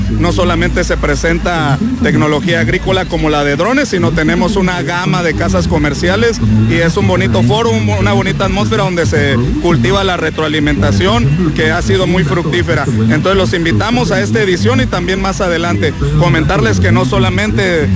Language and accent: Spanish; Ejido La Libertad, Chiapas, Mexico; yo soy originario de Ejido La Libertad, municipio de Suchiate, orgullosamente platanero de Ejido La Libertad.